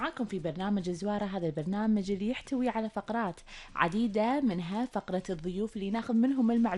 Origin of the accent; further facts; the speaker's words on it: Kuwait; دولتنا الحبيبة الكويت